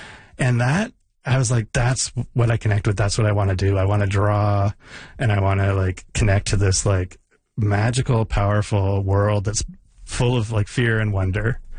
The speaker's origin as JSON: {"language": "English", "town": "Moncton", "region": "New Brunswick", "country": "Canada", "tie": "born or raised there", "also_born_or_lived": "San Francisco, United States"}